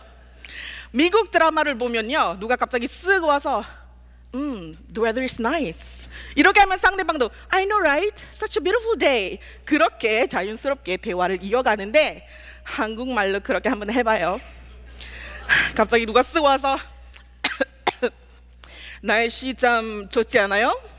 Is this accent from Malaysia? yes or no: yes; Malaysia; Korean is a second language; 저는 말레이시아에서 왔어요